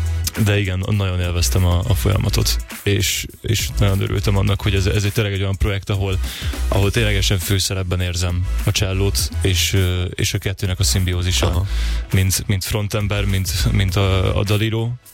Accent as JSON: {"language": "Hungarian", "country": "Hungary", "tie": "born or raised there", "also_born_or_lived": "Hereford, England", "said": "Angliában születtem, édesapám angol, és édesanyám pedig magyar. És a szüleim elválásukor 4 éves koromban jöttem haza édesanyámmal és testvéremmel, és itt nevelkedtünk föl."}